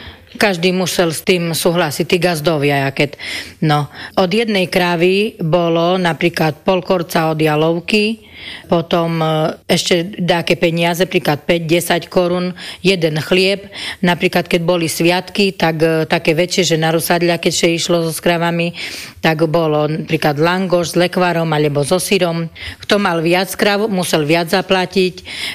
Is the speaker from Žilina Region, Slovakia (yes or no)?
no; Zemplínska Teplica, Košice Region, Slovakia; U nás v Zemplínskej Teplici sa choval hlavne statok, krávy, voly, potom boli tu kozy, ovce, kone ešte ošípané.